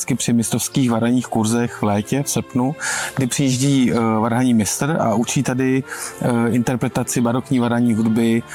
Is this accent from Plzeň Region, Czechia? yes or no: yes; Úterý, Plzeň Region, Czechia; Když někdy řeknou, že jsem z Úterý, tak se mě každý ptá, co to je, kde to je.